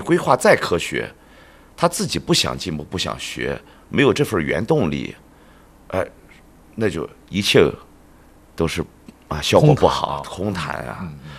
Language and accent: Chinese; Shandong, China; 因为我是山东人嘛，哎呀，山东高考特别内卷